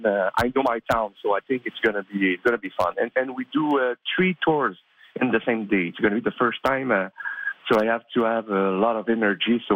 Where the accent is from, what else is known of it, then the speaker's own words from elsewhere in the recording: Drummondville, Quebec, Canada; English is a second language; Well, Drummondville is my hometown. I was born in Drummondville. I grew up in Drummondville, and it's a quiet town. It's a very quiet town.